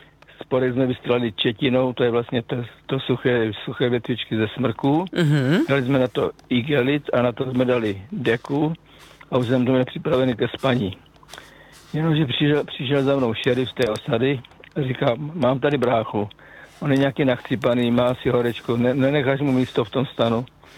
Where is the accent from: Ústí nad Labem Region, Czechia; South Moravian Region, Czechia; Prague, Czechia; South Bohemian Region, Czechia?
South Moravian Region, Czechia; tam byli kluci z A6 z Prahy a tak dále, a já jsem tam z Jižní Moravy, takže na víkendy jsme nepravidelně jezdili domů